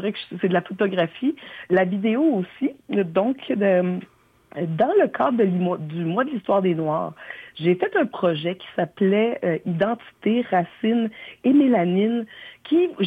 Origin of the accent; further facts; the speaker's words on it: Montreal, Quebec, Canada; born there; moved away as an adult; now in Sherbrooke, Canada; Donc, moi, je suis née à Montréal. Et je me suis toujours sentie pleinement québécoise